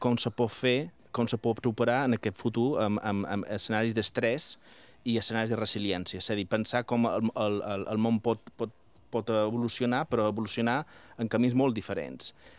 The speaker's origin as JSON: {"language": "Catalan", "town": "Palma", "region": "Balearic Islands", "country": "Spain", "also_born_or_lived": "Barcelona", "moved": "as an adult", "said": "Sí, som de Palma, sí."}